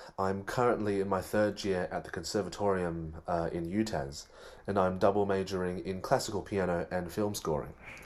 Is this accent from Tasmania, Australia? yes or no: yes; Hobart, Tasmania, Australia; I'm from Hobart, Tasmania, and my instrument is the piano.